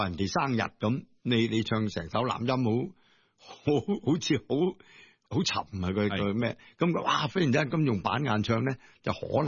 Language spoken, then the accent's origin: Cantonese; Guangdong, China; 因为我哋广东人咧叫嗰个系轻拍，叫做叮噶嘛